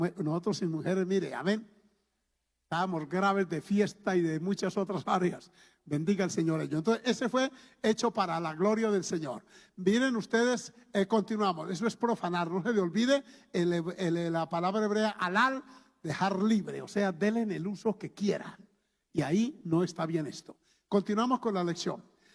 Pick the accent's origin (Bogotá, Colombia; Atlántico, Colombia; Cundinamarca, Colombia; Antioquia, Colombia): Antioquia, Colombia; yo soy de origen paisa y en Antioquia se usa mucho el mi Diosito bendito.